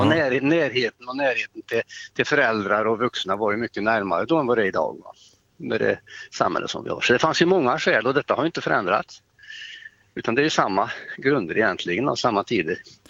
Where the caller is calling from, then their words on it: Arvika, Värmland, Sweden; jag är pensionär nu och jag tycker att sommaren är förnämlig på alla sätt och vis. Så jag har varit en sväng i Roslagen och jag är på väg hem till Arvika från stadsvandring.